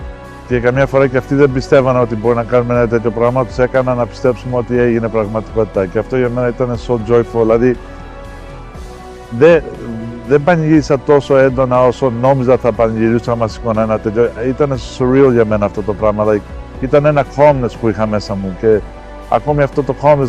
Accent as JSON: {"language": "Greek", "country": "Greece", "said": "Που δεν είμαι από την Κρήτη, είμαι ένας περήφανος Έλληνας."}